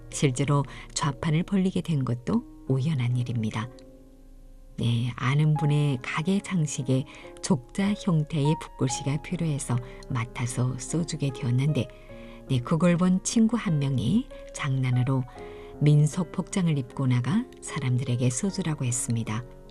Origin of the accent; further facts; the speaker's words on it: China; 네, 저는 중국 조선족이라고 답합니다. 우리는 중국 조선족이고 한어와 조선어를 함께 배운 세대예요.